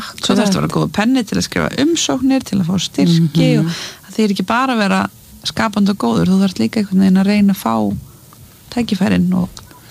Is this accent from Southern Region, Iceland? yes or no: no; Mosfellsbær, Capital Region, Iceland; Já, ég elst upp í Mosfellsbæ með mömmu og, þarna, og eldri bróða mínum og þetta bara svona venjulegt Mosó líf